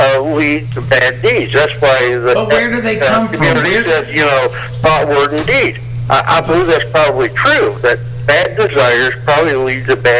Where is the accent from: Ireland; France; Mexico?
Ireland; as an Irishman, I was born with a liver and shit that works.